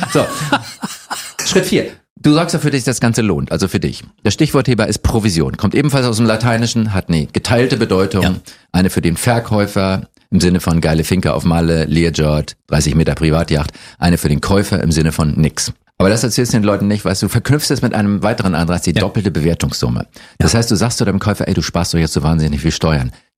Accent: Norderstedt, Schleswig-Holstein, Germany; born or raised there

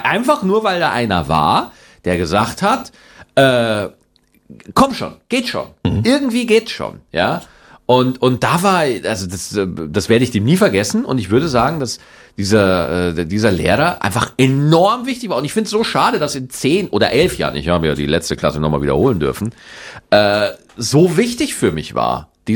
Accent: Schwarzach, Bavaria, Germany; Also ich bin in Schwarzach zur Schule gegangen, also es ist wirklich ein bayerisches Dorf.

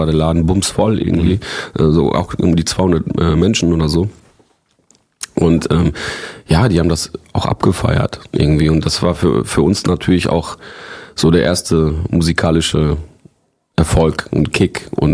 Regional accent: Recklinghausen, North Rhine-Westphalia, Germany; Damit haben wir uns dann beworben beim Kinderjugendparlament in Recklinghausen, also in meiner Heimatstadt, wo ich jetzt zu der Zeit wo ich halt immer noch lebe

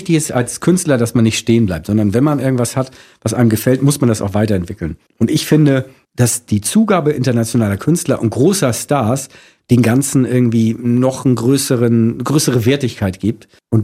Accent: Hamburg, Germany; Da würde ich jetzt als Hamburger sagen, darauf bin ich natürlich sehr stolz.

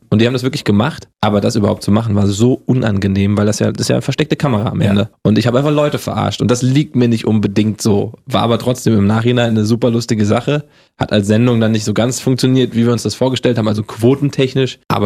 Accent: Hesse, Germany; accent: Hessian

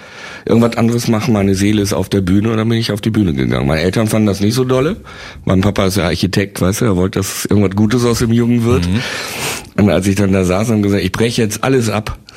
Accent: Bielefeld, North Rhine-Westphalia, Germany; Ich bin ja Bielefelder und da kennt, wenn du natürlich Lokalmatador bist, die kannten mich auch alle schon vor Star Search, ja.

